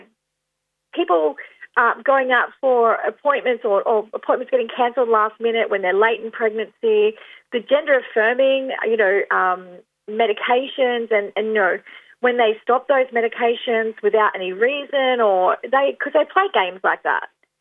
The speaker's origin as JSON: {"language": "English", "region": "Queensland", "country": "Australia", "moved": "yes", "said": "I'm originally from Queensland and I wanted to go back home to Queensland to my family"}